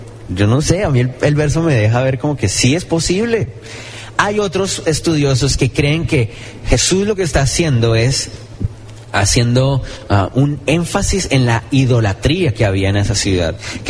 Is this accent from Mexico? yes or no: no; Guatemala; born there; Yo nací en Guatemala y amo un país también, amo Colombia también, más también.